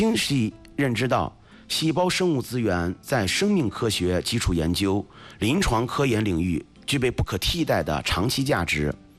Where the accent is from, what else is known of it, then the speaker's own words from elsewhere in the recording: Beijing, China; also born or lived in Dingzhou, Hebei; 我祖籍是河北定州。因为家庭原因呢，我从小在北京求学成长，但我的根始终扎根在定州。小时候放了寒暑假，逢年过节，我都会回到定州生活